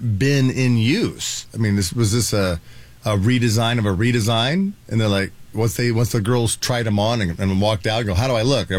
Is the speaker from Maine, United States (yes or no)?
no; Indiana, United States; accent: Indiana; Why do I sound like a hick back in my Indiana accent